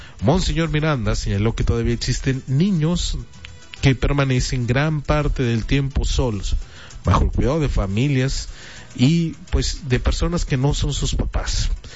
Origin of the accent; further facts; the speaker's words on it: Piedras Negras, Coahuila, Mexico; no olvidemos que somos negropetenses, no olvidemos que somos de Piedras Negras